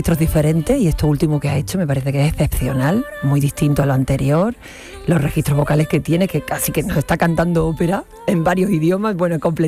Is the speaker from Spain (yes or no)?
yes; Seville, Andalusia, Spain; accent: Sevillian seseo, Andalusian; Yo, bueno, soy de Sevilla y tengo un seseo propio nuestro de aquí, de los sevillanos.